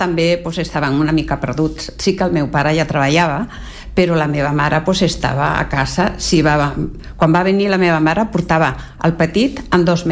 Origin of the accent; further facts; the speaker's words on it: Puente Genil, Andalusia, Spain; born there; moved away; Hi ha dos barris, un que és d'on jo vaig néixer, que abans pertanyia a Sevilla, que es diu Miragenil. I jo vaig néixer a Miragenil.